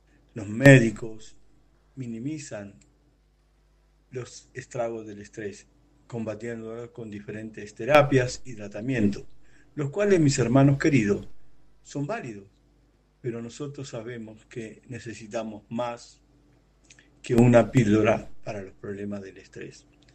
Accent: Argentina; now in Chile; ciudad de Los Muermos, ubicada en la 10ª región de Chile … soy de Argentina

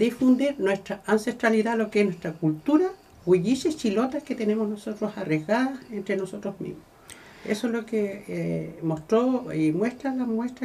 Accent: Los Lagos, Chile; Sí, también yo soy de Pucyñuspigüe.

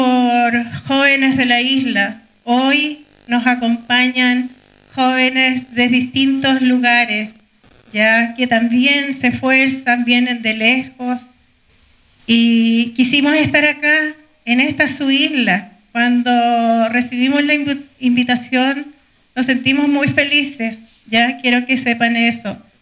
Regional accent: Los Lagos, Chile; yo soy de Kewi.

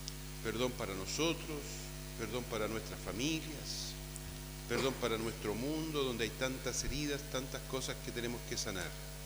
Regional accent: Chile; celebramos de una manera particular, nosotros como chilenos también, la fiesta de Nuestra Señora del Carmen

